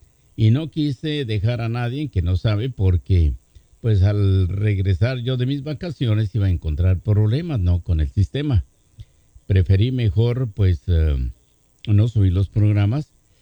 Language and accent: Spanish; Durango, Mexico; estoy tratando de hacer una cabina de radio en Durango, ¿verdad?, para cuando yo viaje por allá a mi tierra